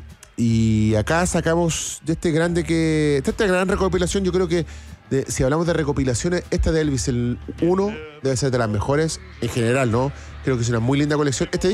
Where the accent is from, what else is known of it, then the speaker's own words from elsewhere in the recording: Chile; No, somos de Chile.